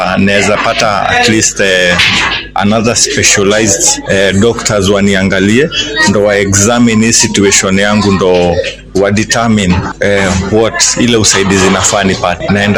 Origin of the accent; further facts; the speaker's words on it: Mugoya, Kenya; nimetoka Mugoya.